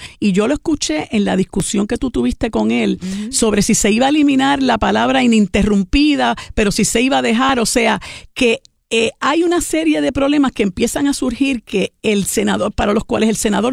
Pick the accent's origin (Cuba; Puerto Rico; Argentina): Puerto Rico; Y porque nosotros como puertorriqueños, contrario a lo que él pretende forzar en el país, nosotros consideramos a los 18 años, a nuestros jóvenes, los consideramos como niños.